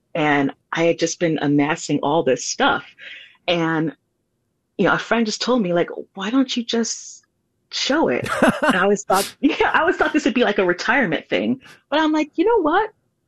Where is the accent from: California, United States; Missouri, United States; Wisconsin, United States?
Wisconsin, United States; Milwaukee; I grew up here in Milwaukee, Wisconsin.